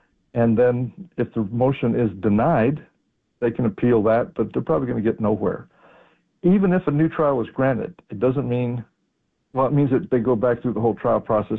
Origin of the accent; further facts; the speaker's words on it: New Mexico, United States; In my home state of New Mexico